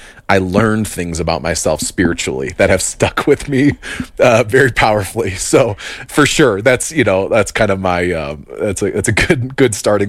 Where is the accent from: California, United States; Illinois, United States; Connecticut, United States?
Illinois, United States; Wheaton; We grew up in Wheaton, Illinois